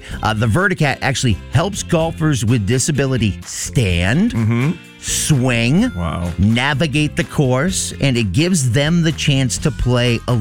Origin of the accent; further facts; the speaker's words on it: Casco, Maine, United States; my town of Casco.